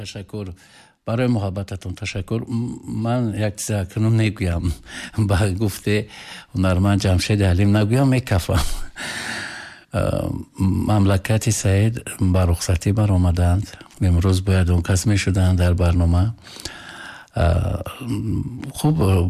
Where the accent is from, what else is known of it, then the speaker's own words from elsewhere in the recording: Afghanistan; born there; من خیلی شکر میگم که در همین خیر وطن به دنیا آمدم